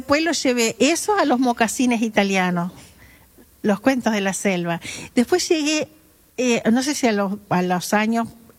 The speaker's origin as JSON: {"language": "Spanish", "region": "Salto", "country": "Uruguay", "tie": "born there", "said": "Los dos nacimos en Salto."}